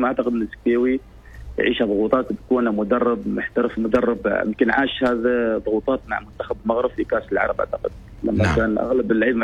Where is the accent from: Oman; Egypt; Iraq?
Oman; إحنا كعمانيين